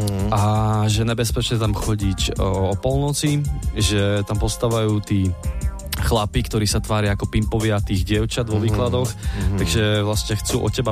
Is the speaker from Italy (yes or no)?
no; southern Slovakia, Slovakia; A potom to máš města, jako z kterého pochádzam já, z Jižného Slovenska, kde ten turismus není.